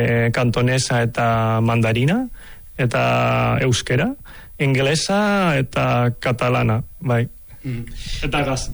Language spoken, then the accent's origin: Basque; San Sebastián, Basque Country, Spain; born there; Basque is a second language; moved away as an adult; also born or lived in Hong Kong / Amorebieta; now in Tolosa, Spain; Hongkongen jaio nintzen, eta txikitan bai, agian duela 15 urte iritsi nintzen Donostian, baina euskeraz ikasi nuen duela bi urte.